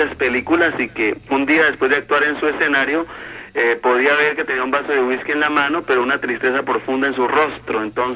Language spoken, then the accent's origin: Spanish; Cali, Valle del Cauca, Colombia; soy de Cali, Colombia. Nací en un hogar muy sencillo